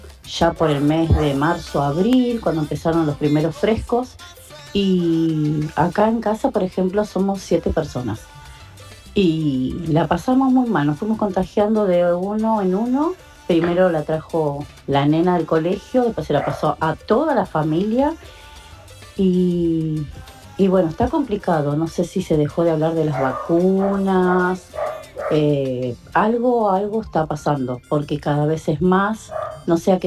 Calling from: Quilmes, Buenos Aires Province, Argentina; de Quilmes

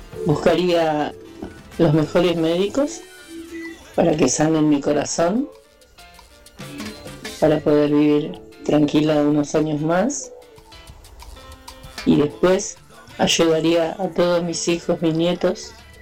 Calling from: Villa Ballester, Buenos Aires Province, Argentina; de Ballester.

